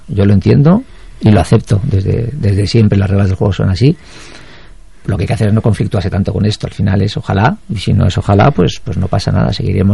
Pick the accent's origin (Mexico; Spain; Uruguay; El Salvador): Spain; Basque Country; me paso con el coche por la casa donde yo nací. No nací en la casa, ¿entiendes? Pero donde viví toda mi infancia. Uh-huh. Hasta que me marché de casa, que estaba en un barrio obrero, en Zaramaga.